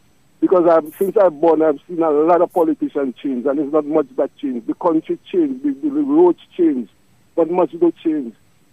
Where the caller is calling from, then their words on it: Marigot, Saint Andrew Parish, Dominica; I'm from Marigot